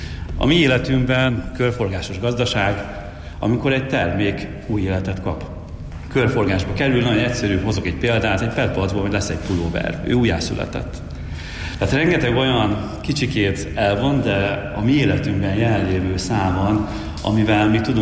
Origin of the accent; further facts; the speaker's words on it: Miskolc, Borsod-Abaúj-Zemplén, Hungary; mi nagyon büszkék vagyunk arra, hogy miskolciként ezt tesszük